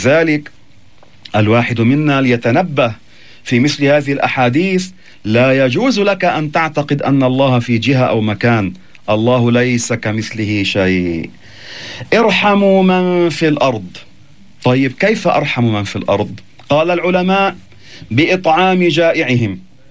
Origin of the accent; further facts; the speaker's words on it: Lebanon; عندنا في لبنان